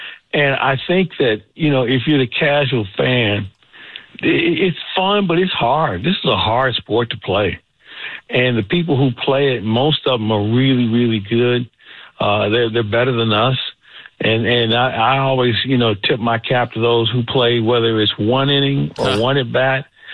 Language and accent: English; St. Louis, Missouri, United States; I grew up in St. Louis